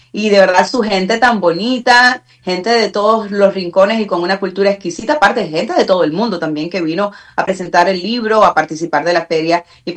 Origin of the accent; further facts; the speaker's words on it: Cuba; now in Miami, United States; Estoy aquí desde Miami, en los Estados Unidos, y aunque soy cubana, pues aquí vivo en Miami hace 23 años ya.